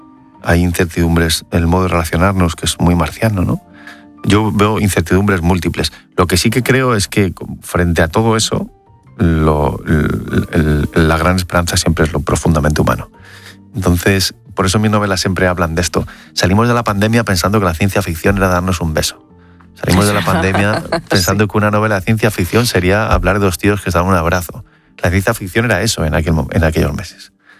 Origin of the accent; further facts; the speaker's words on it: Madrid, Community of Madrid, Spain; Yo soy de barrio. Yo soy de Carabanchel y creo en las periferias.